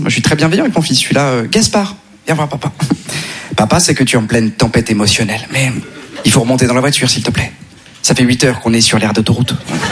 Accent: Neuilly-sur-Seine, Île-de-France, France; je viens de Neuilly, famille nombreuse, mais en plus, j'ai été éduqué dans une éducation catho-tradi.

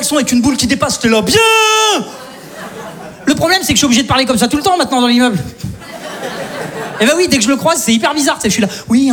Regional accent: Saint-Étienne, Auvergne-Rhône-Alpes, France

